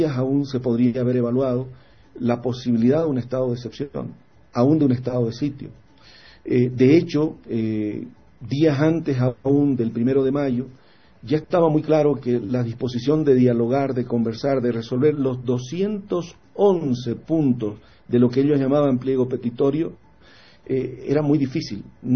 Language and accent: Spanish; Bolivia; lo afrontamos como bolivianos